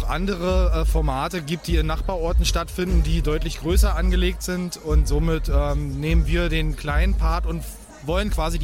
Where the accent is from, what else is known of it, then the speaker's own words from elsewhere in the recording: Buzo, Germany; komme hier gebürtig aus Buzo